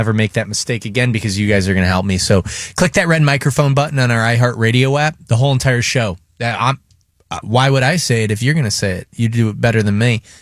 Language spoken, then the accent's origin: English; Michigan, United States; also born or lived in Arizona; I was born in Arizona. They call it soda there. And then we moved to Michigan. They call it pop.